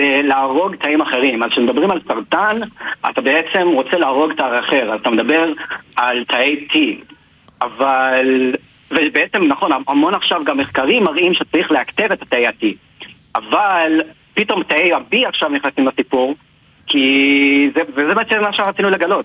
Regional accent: Beit Shemesh, Jerusalem District, Israel; אבא שלי היה מדען, הוא היה התאית, האמת, גדלנו בשכונה דתית, בבית שמש.

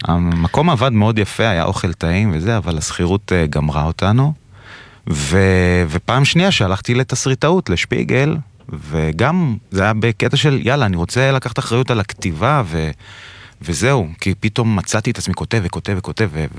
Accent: Beit Shemesh, Jerusalem District, Israel; נכון, ככה גדלתי, אני, המשפחה די משוכנזת, אבל גדלתי בבית שמש, זאת עיר מאוד מרוקאית, ומאוד ספחתי לתוכי את התרבות... המרוקאית.

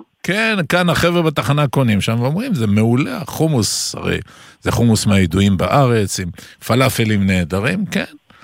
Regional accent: Sderot, Southern District, Israel; אני דרומי, אבל אני מרוקאי, אני מסדרות

